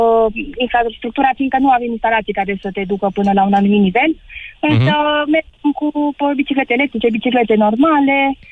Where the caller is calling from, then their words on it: Toplița, Harghita County, Romania; Eu sunt din Toplița din Harghita și vreau să zic că aici e și un oraș micuț.